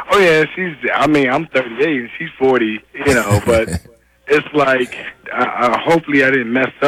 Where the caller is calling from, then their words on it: Flint, Michigan, United States; I'm calling from Flint, Michigan, man.